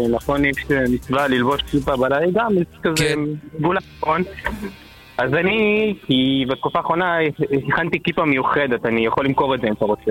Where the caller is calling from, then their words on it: Bnei Brak, Tel Aviv District, Israel; אני מהמרכז. אני מבני ברק.